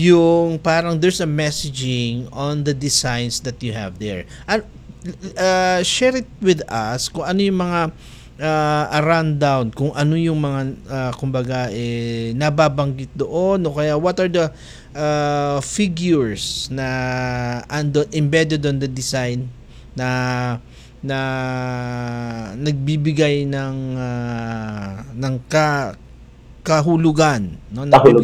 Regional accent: Lanao del Sur, Philippines; kasi sa amin din, being a Maranao, meron din kaming yung landap or malong, no?

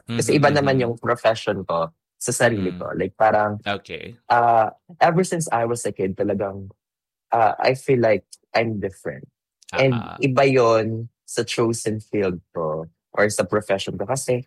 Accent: Tiwi, Bicol Region, Philippines; hindi talaga ako originally doon, taga Tabaco, taga Tiwialbay ako. Pero it's just one town. Parang magkalapit lang naman sila.

